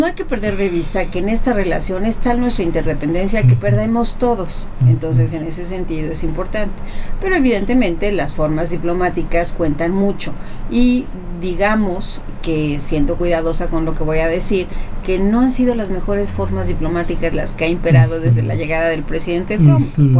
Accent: Mexico

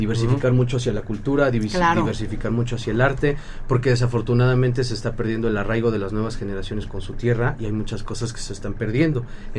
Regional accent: Ajalpan, Puebla, Mexico; yo soy ciudadano de Ajalpan

